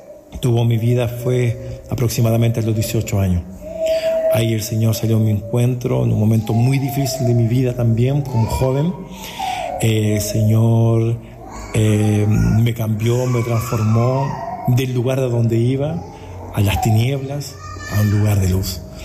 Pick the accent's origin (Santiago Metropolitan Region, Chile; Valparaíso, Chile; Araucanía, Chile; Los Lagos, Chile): Santiago Metropolitan Region, Chile; Santiago; moved away as an adult; also born or lived in Tomé, Biobío, Chile; now in Monte Patria, Chile; mi vida nací allá en Concepción Tomé, donde mis padres se fueron a Santiago. Me crié en ese lugar, estudié